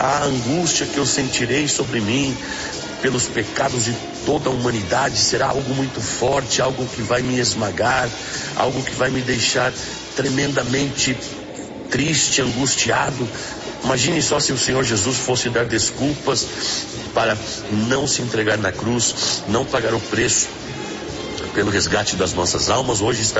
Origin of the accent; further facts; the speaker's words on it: São Paulo, Brazil; now in Curitiba, Brazil; eu que sou paulista